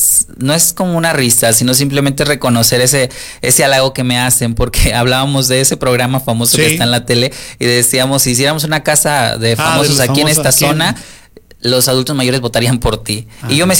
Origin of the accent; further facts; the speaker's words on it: Llanitos, Mexico; yo, por ejemplo, de donde soy, de Llanitos